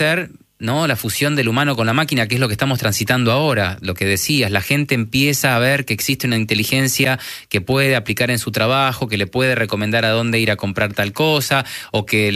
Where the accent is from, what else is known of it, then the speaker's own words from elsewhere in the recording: Argentina; accent: Argentine; pero sí afuera se dan cuenta que soy argentino porque tengo algo de acento, ¿no? Pero no es muy marcado.